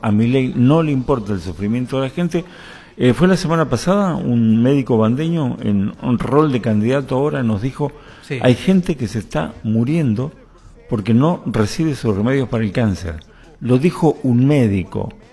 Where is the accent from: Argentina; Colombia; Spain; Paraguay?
Argentina; Yo me voy a parar en el lugar que me tengo que parar como argentino.